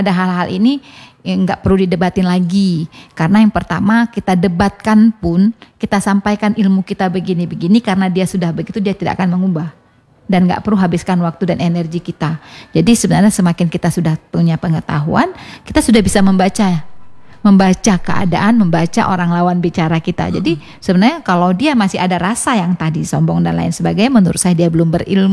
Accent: North Sumatra, Indonesia; kalau kami orang Batak ini kan kau itu biasa, ya kan?

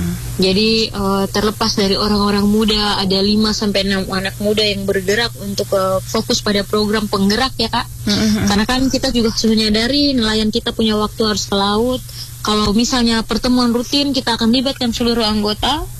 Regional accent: Larantuka, East Nusa Tenggara, Indonesia; di desa kami, di kelurahan kami di Larantuka

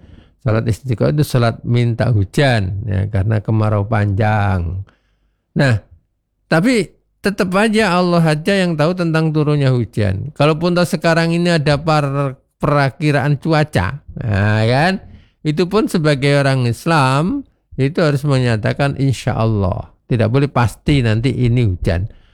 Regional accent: Java, Indonesia; born there; moved away; also born or lived in East Timor; saya ini kan lahir di Jawa, Mbak Listia ya, kemudian remaja di timur-timur. Nah, sekarang tua di sini ya. Nah, karena sudah 60 berarti saya bilang tua, sudah tua ya.

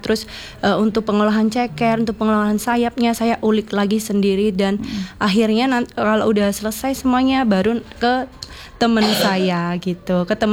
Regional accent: Jember, East Java, Indonesia; Aku asli Jember banget, Bu. Asli Jember banget.

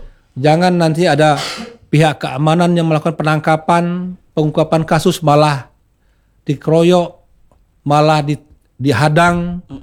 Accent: South Sumatra, Indonesia; di kampung saya di Musyarawas

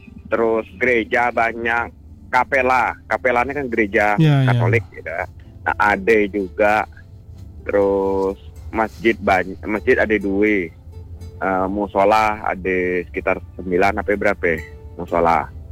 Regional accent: Deniang, Bangka Belitung Islands, Indonesia; Kita orang Deniang itu bahasa yang digaungkan.

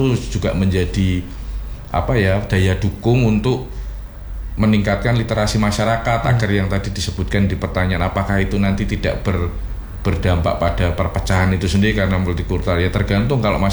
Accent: Java, Indonesia; di kami orang Jawa sendiri

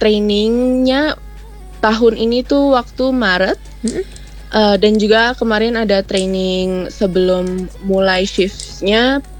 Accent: Indonesia; now in Mexico City, Mexico; aku tinggal di Mexico City tapi aku bukan orang Meksiko. Mereka, hah? Dari mana? Dari Indonesia.

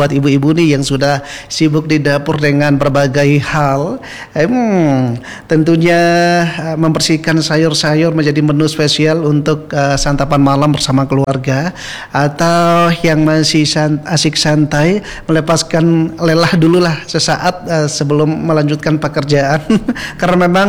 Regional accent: Maluku, Indonesia; kita sebagai orang Maluku wajib dan harus berbangga hati

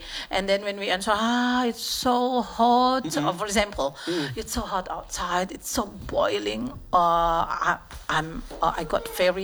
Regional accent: Indonesia; I mean eastern part of Indonesia is Asian, you know, so we are eastern. All of our Indonesia are eastern.

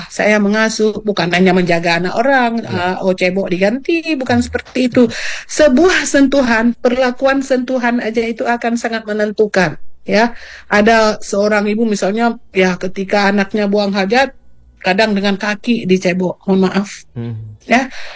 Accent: Aceh, Indonesia; dalam konsepsi kita sebagai orang Aceh ya khususnya

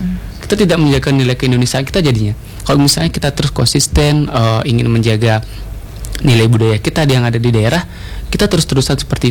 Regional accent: Bali, Indonesia; aku orang Bali loh, aku orang Hindu

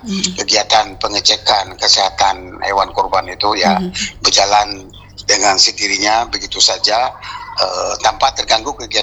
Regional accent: Aceh, Indonesia; masyarakat kita Aceh Barat ini umumnya yang apa umat Islam

